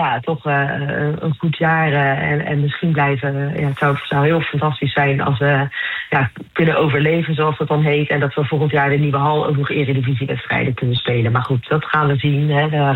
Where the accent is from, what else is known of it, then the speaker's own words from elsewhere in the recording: De Lier, South Holland, Netherlands; Ik kom oorspronkelijk uit de Lier.